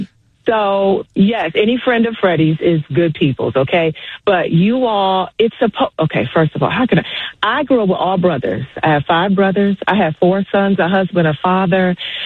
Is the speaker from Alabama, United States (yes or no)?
no; New Jersey, United States; I'm from Jersey, so they had to be matching all that.